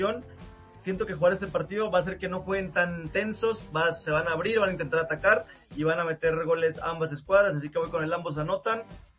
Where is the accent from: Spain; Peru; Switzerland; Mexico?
Mexico; yo festejo las victorias como cualquier mexicano y como porque amo mi selección